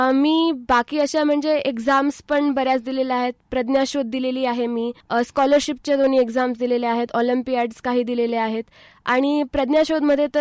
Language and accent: Marathi; Ahmednagar, Maharashtra, India; मी नगरचीच आहे तर इकडेच माझं सगळं बालपण गेलं.